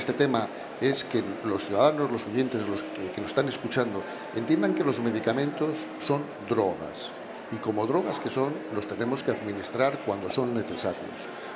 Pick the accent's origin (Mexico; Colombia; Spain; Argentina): Spain; tenemos que presumir como españoles.